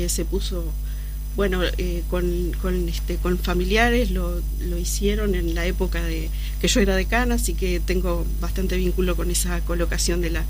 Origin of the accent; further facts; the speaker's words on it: Florida, Uruguay; also born or lived in Tala; now in Montevideo, Uruguay; yo soy del interior de Florida, de la ciudad de Florida.